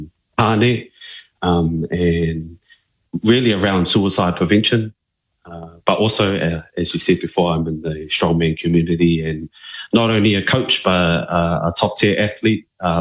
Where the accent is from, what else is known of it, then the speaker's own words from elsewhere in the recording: Tokoroa, Waikato, New Zealand; also born or lived in South Auckland; now in Auckland, New Zealand; I'm a proud New Zealand-born Cook Island Welsh descendant. I grew up in Tokoroa and South Auckland.